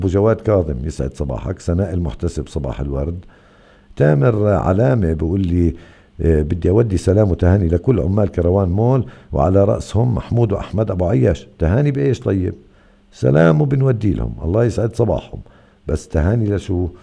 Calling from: Gaza, Gaza Strip, Palestine

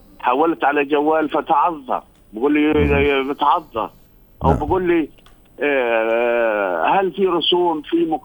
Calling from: Gaza, Gaza Strip, Palestine

